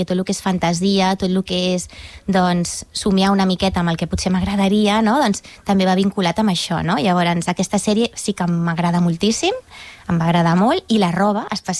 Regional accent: Molins de Rei, Catalonia, Spain; also born or lived in Barcelona / Bagà; Doncs vaig néixer a Barcelona i he viscut aquí a Molins. Doncs vaig viure uns 26 anys i llavors me'n vaig anar a Bagà a viure. Vaig estar allà 6 o 7 anys.

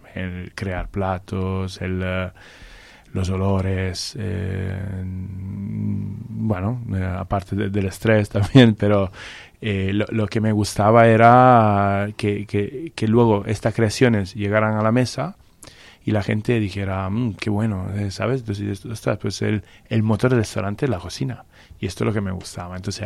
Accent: Cafasse, Piedmont, Italy; Spanish is a second language; por la zona de alrededor de mi pueblo, Cafasse

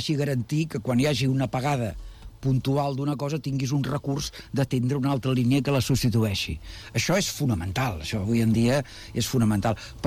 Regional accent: Badalona, Catalonia, Spain

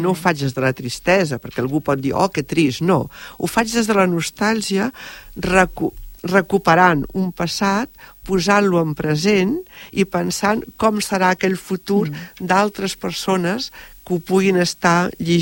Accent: Sant Boi de Llobregat, Catalonia, Spain; Sant Boi és el meu poble, és la meva ciutat

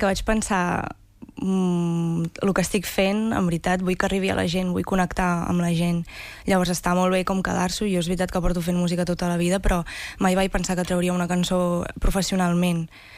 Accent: Ribes de Freser, Catalonia, Spain; Sí, jo vaig néixer a Ribes i vaig estar a Ribes fins que vaig anar a fer el batxillerat a Vic, el batxillerat artístic, i després ja vaig començar a estudiar la carrera i me'n vaig anar fora.

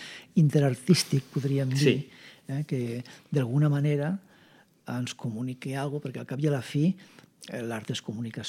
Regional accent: Lleida, Catalonia, Spain; now in Barcelona, Spain; jo soc de Lleida, vaig néixer aquí a Barcelona, però tinc la família a Lleida

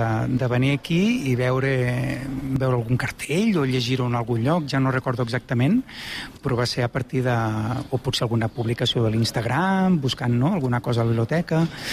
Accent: Catalonia, Spain; Jo sóc de la Noguera

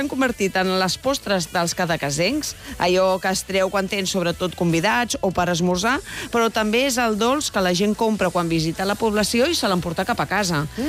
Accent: Catalonia, Spain; jo soc del Penedès

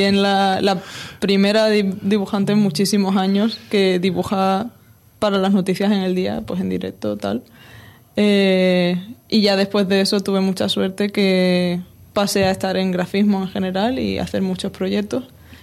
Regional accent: Jerez de la Frontera, Andalusia, Spain; born there; moved away as an adult; now in Madrid, Spain; a mí me gusta decir que soy de Jerez y que vivo en Jerez. Pero la realidad es que los últimos 6 años he vivido en Madrid y ahora me voy a vivir a París.

